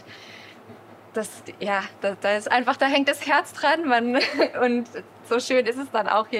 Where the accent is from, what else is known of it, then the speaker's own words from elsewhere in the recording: Stuttgart, Baden-Württemberg, Germany; ich bin selber in Ulbach aufgewachsen